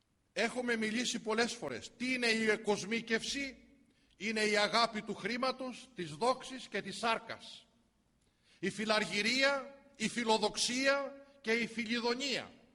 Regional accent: Greece; την οποία την έχουμε εμείς σαν Έλληνες

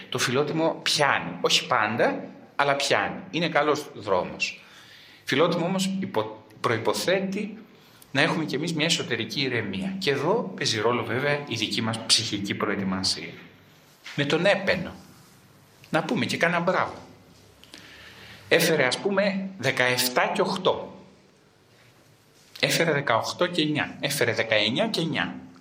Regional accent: Greece; σαν Έλληνες πως είμαστε πολύ φιλότιμοι άνθρωποι

